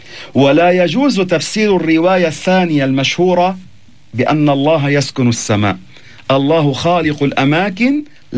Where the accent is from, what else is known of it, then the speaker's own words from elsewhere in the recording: Lebanon; عندنا في لبنان